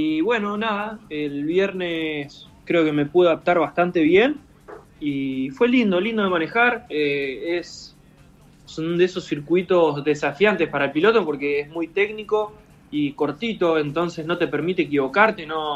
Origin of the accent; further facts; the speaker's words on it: Quilmes, Buenos Aires Province, Argentina; moved away as an adult; Soy de Quilmes, nací en Quilmes y viví hasta mis 20 años en Quilmes.